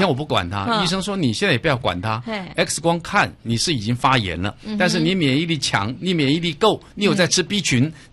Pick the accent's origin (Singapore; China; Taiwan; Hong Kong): Taiwan; accent: waisheng (mainlander) accent in Taiwanese Hokkien; 我们都在台湾呢、啊，我们都是台湾人呢、啊